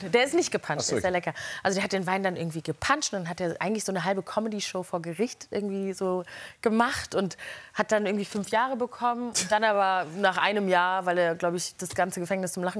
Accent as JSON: {"language": "German", "town": "Neukirchen-Vluyn", "region": "North Rhine-Westphalia", "country": "Germany", "said": "Ich aus Neukirchen-Flühen."}